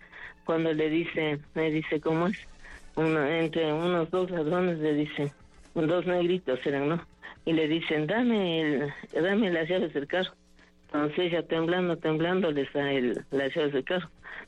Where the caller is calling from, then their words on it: Valle de los Chillos, Pichincha, Ecuador; del Valle de los Chillos.